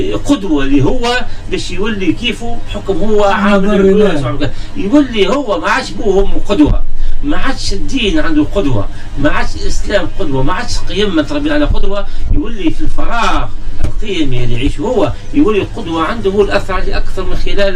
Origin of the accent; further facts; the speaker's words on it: Tunisia; عندنا في تونس